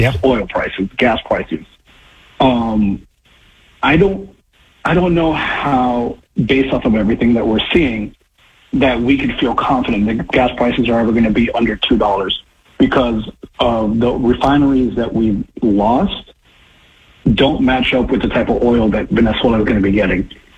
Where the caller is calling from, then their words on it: Florida, United States; calling from Central Florida.